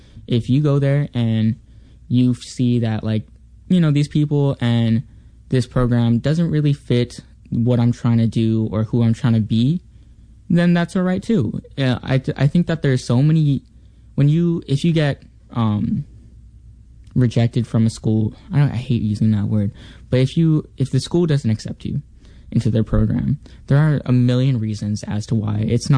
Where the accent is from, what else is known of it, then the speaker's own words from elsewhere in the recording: Waipahu, Hawaii, United States; moved away as an adult; now in Boston, United States; I'm from Waipahu. I graduated from Roosevelt High School, and I'm currently finishing up my last year here at Berklee College of Music here at Boston.